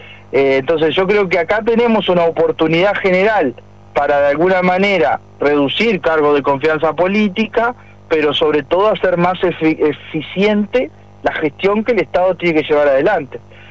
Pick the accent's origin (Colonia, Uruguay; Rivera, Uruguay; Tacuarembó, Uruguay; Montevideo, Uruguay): Colonia, Uruguay; Yo soy coloniense y vivo en Colonia.